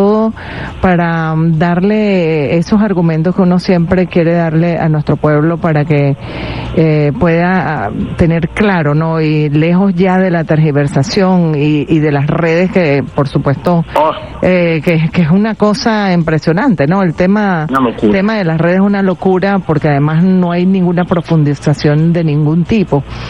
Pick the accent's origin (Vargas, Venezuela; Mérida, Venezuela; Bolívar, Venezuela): Bolívar, Venezuela; Upata; Pero yo sí soy de allí, ¿oíste?